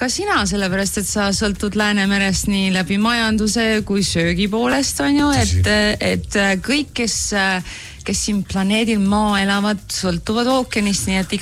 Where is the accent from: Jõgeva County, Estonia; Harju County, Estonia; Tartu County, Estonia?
Harju County, Estonia; Merivälja; now in Tallinn, Estonia; see algas sellest , et ma olen Meriväljalt merineitsina no.